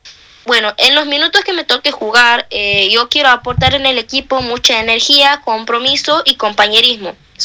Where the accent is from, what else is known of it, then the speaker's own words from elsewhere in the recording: Santiago del Estero, Argentina; esta es mi primera experiencia representando a Santiago